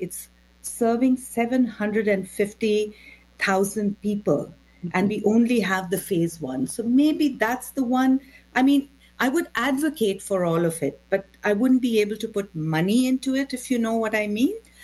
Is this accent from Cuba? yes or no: no; India; moved away as an adult; now in Canada; I immigrated to Canada from India, and I was already a mortgage consultant, teacher, and a script writer in my previous life.